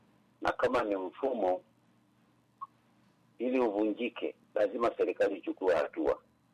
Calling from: Mara, Tanzania; natokea Kiamwame Roria.

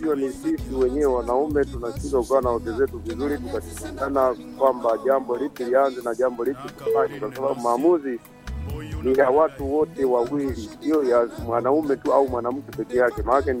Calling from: Tanzania; Ikongosi.

